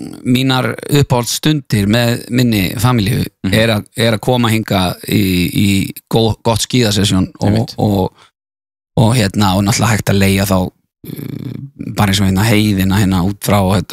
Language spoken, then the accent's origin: Icelandic; Hafnarfjörður, Capital Region, Iceland; ég elska að vera í Hafnarfjörði og það er þetta sama sko, veist, kannski þess vegna elska ég Akureyri svona mikið og minni mig bara á heimabæði minn